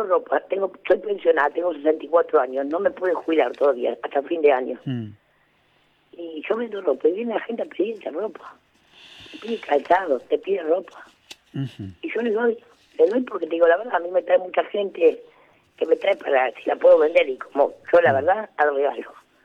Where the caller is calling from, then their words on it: Avellaneda, Buenos Aires Province, Argentina; Buen día, Jorge … Avellaneda.